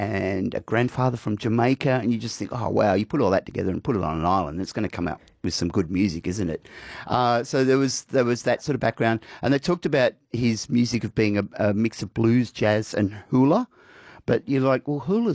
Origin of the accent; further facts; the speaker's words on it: Australia; But yeah, The Straits is it was a crime drama, but being Aussie, of course, darkly funny.